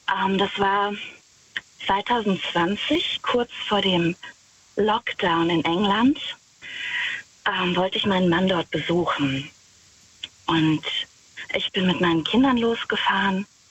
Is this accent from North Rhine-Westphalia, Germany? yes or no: no; Rhineland-Palatinate, Germany; Ich bin aus der Nähe von Wittlich.